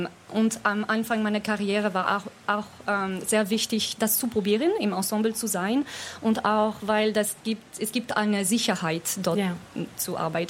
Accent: southern France, France; Ja. Und das ist eigentlich sehr schön, weil ich komme aus Südfrankreich und es ist dort extrem warm.

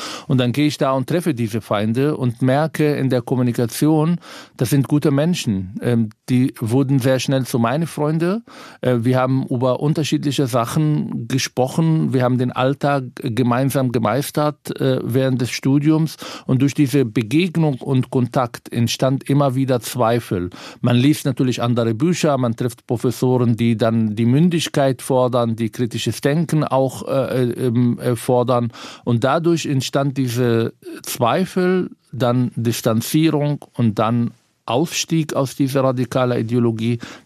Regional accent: Palestine; now in Berlin, Germany; Ich bin Palästinenser. Das Allereinfachste wäre, wenn ich nach dem 7. Oktober gesagt habe, ich bin auf der Seite der Palästinenser, auf Demos hier gegangen bin und einfach auch meine Identität als Palästinenser

